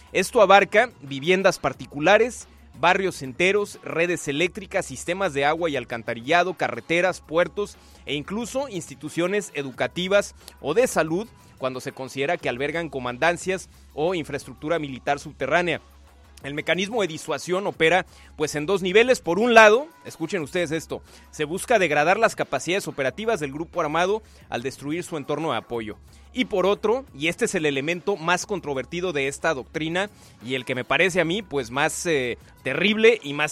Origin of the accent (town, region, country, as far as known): Mexico